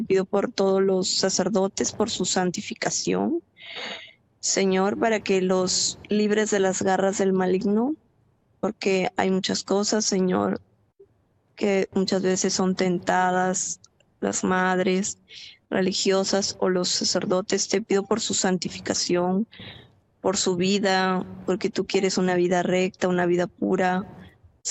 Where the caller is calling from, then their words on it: Piura, Peru; Hablo desde Piura, Perú.